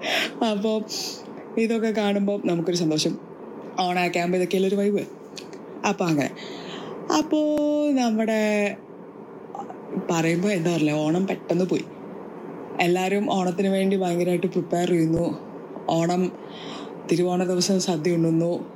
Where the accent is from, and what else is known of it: Pathanamthitta, Kerala, India